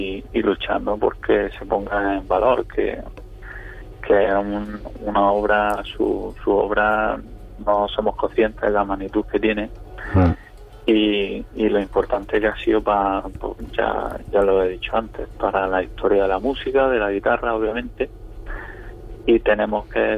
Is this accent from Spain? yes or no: yes; La Cañada, Andalusia, Spain; soy de La Cañada, nací allí